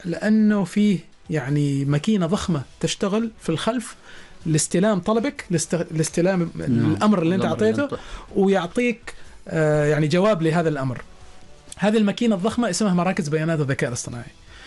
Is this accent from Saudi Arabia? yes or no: no; Oman; عندنا في عمان